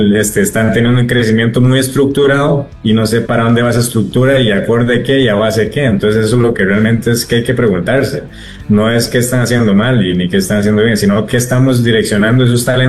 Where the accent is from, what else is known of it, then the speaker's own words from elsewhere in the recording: Costa Rica; Yo creo que el talento tico todavía está intacto